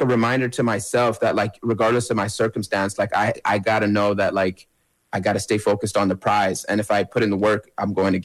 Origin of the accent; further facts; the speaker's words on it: Edmonton, Alberta, Canada; growing up in Edmonton has kind of made us make music in a certain way.